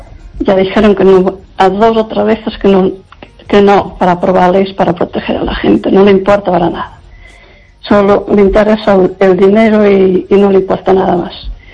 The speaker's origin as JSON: {"language": "Spanish", "town": "Lugo", "region": "Galicia", "country": "Spain"}